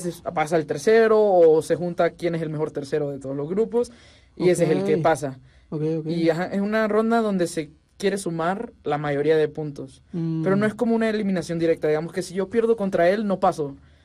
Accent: El Salvador

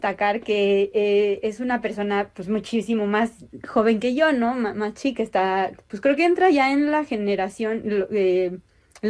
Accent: Toluca, State of Mexico, Mexico; Porque ya ves que yo soy originaria de Toluca, ¿no?

